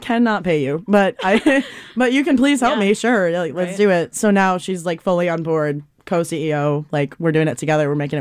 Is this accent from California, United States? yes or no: no; Brainerd, Minnesota, United States; now in Minneapolis, United States; We're actually both from kind of the Brainerd Lakes area. Yeah, I'm from Brainerd. She's from Aiken.